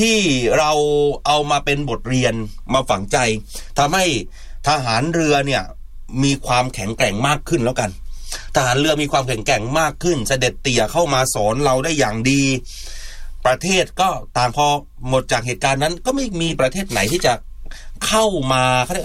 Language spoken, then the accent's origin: Thai; Trat, Thailand; เนี่ยคือคนตราดตราดกับเกาะกงอ่ะมันอยู่ติดกันคนเกาะกงพูดภาษาบ้านชั้นคือภาษาตราด